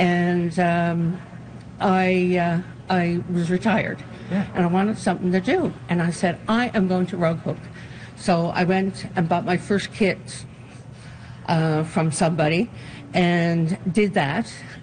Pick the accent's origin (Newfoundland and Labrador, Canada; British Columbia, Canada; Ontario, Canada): Newfoundland and Labrador, Canada; Corner Brook; born there; moved away as an adult; also born or lived in Calgary; now in St. John's, Canada; a group of ladies that I went to school with in Cornerbrook. And we all met up here in St. John's after I moved back from Calgary.